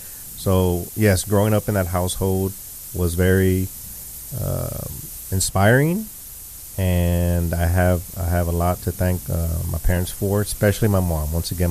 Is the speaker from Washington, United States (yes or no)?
no; Mission, Texas, United States; I grew up in South Texas, also in Mission specifically, and we had church with us always. So the majority of my family, I want to say 99%, are Catholic, right? Cradle Catholic.